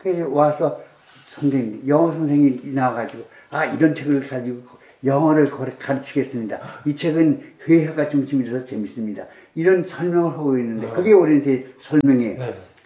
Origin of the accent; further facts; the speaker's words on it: Seoul, South Korea; born there; 근데 내가 하는 난 서울 태생인데 네.